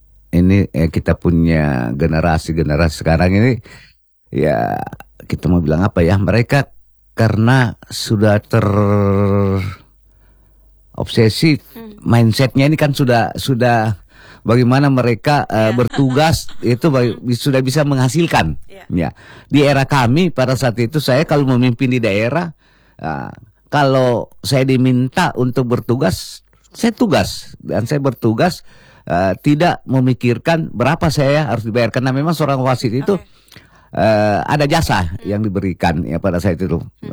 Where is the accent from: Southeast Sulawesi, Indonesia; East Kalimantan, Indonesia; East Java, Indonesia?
Southeast Sulawesi, Indonesia; Kendari; born there; also born or lived in Makassar, South Sulawesi; saya lahir di Kota Makassar dan pada tahun 1972 ya, 72 awal, 71 akhir kalau enggak salah itu kami hijrah dari Makassar ke Kendari karena kebetulan orang tua saya, ibu saya itu orang Kendari ya. Kalau ayah saya itu ini orang-orang Gorontalo. Tapi kami rata-rata dilahirkan di Makassar